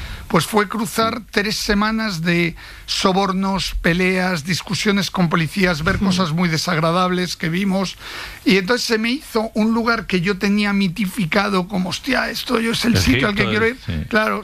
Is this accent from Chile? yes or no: no; Spain; moved away; also born or lived in Italy; No, no creo que vaya a volver a España. Yo soy también italiano, mi mujer es italiana, probablemente.